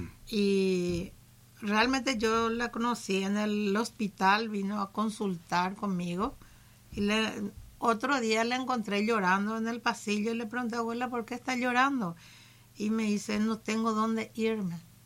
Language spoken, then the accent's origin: Spanish; Caraguatay, Cordillera, Paraguay; also born or lived in San Lorenzo; Inicié la escuela y el colegio, el primer curso hice en Caraguatagü, que soy oriunda de Caraguatagü.